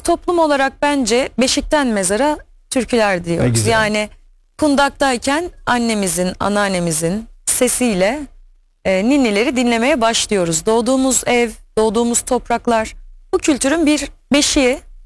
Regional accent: Istanbul, Turkey; Ben jeofizik mühendisliği okumam, bilmediğim bir şehirde dedim ki, İstanbul'da doğdum, büyüdü

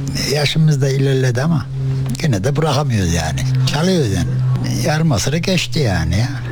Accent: Ürgüp, Nevşehir, Turkey; now in Ankara, Turkey

